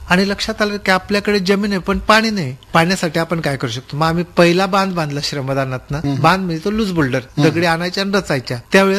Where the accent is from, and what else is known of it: village in Nandurbar district, Maharashtra, India